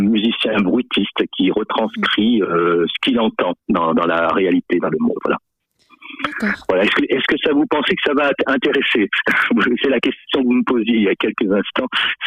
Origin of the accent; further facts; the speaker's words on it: Auvergne-Rhône-Alpes, France; now in Limousin, France; moi, je suis pas du tout de la région. Hein. Je vis dans le Limousin et je suis originaire plutôt de l'Ain